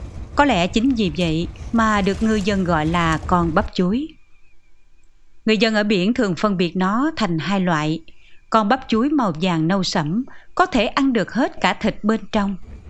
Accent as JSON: {"language": "Vietnamese", "region": "Kien Giang", "country": "Vietnam", "tie": "born or raised there", "said": "Hòn Sơn quê tôi"}